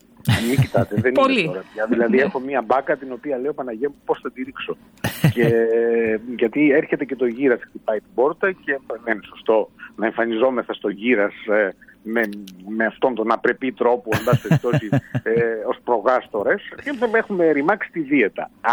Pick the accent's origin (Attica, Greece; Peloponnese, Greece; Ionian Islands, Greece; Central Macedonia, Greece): Peloponnese, Greece; Mani; Εγώ τι να πω, ας πούμε ότι είμαι ένας ημιεγγράμματος από τη Μάνη.